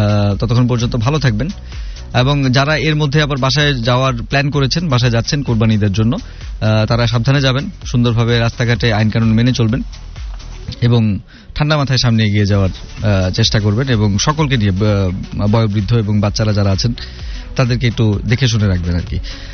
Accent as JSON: {"language": "Bangla", "town": "Dhaka", "region": "Dhaka Division", "country": "Bangladesh", "tie": "born or raised there", "said": "আমার বাড়ি তো পুরান ঢাকা"}